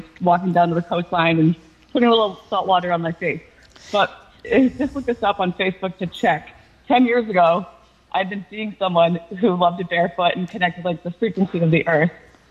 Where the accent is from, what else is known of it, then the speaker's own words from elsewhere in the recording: Rockport, United States; I'm from Rockport, and I was blessed to live on the ocean.